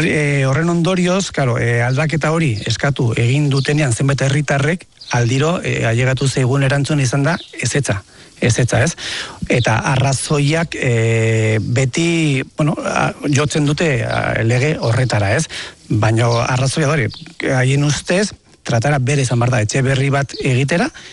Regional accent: Zubieta, Navarre, Spain; despopulazioen arazo larri bada gure herrian

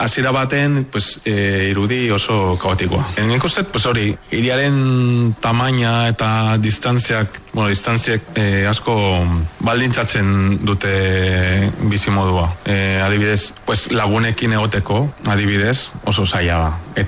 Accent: Veracruz, Mexico; Basque is a second language; moved away as an adult; also born or lived in Mexico City; now in Basque Country, Spain; nire amaren familia da Mexikoko Igualdekoa, Veracruzekoa, eta nire hartzaroa hor Veracruzen pasatu nun.

